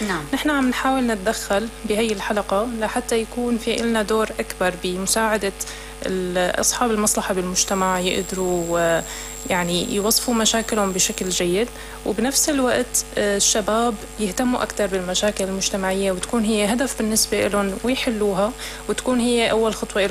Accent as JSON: {"language": "Arabic", "country": "Syria", "said": "عنا كسوريين بشكل عام"}